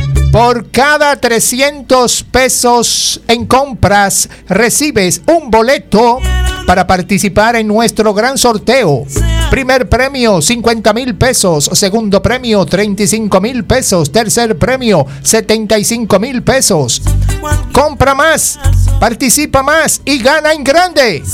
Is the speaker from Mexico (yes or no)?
no; Dominican Republic; born there; Yo nací en El Campo, ay, por eso hablo con la I.